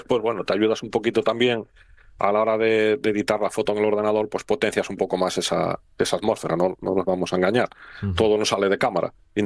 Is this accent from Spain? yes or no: yes; Asturias, Spain; Yo soy asturiano y quiero mucho a mi tierra y a mi patria, pero es mucho mejor Galicia.